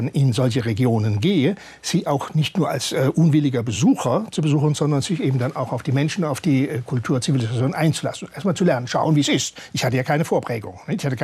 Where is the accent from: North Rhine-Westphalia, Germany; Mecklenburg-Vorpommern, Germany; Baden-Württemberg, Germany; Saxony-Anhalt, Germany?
Baden-Württemberg, Germany; moved away as an adult